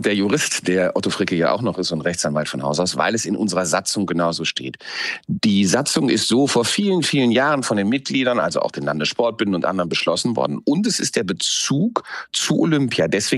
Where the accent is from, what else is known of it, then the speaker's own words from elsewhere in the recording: Krefeld, North Rhine-Westphalia, Germany; Der geborene Uerdinger und Niederrheiner, das ist ja die Fortentwicklung des Rheinländers